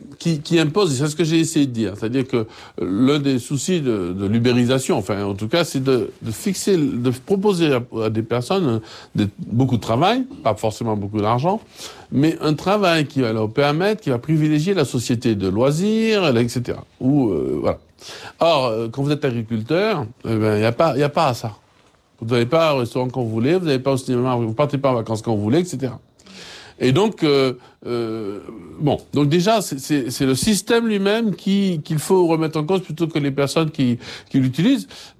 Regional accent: Martinique; Alors c'est chez nous en Martinique peut-être un drame, parce que justement les jeunes qui découvrent la valeur travail et la beauté du travail, ben, se disent mais qu'ils n'ont pas envie de rester au pays.

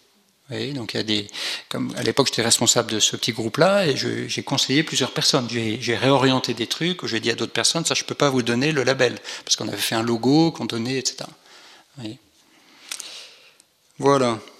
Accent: Strasbourg, Grand Est, France; Et l'idée m'était venue parce que moi j'ai grandi en Alsace, à Strasbourg

